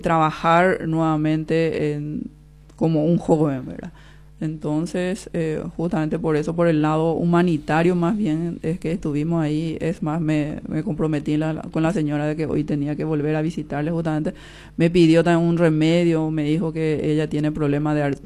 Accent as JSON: {"language": "Spanish", "country": "Paraguay"}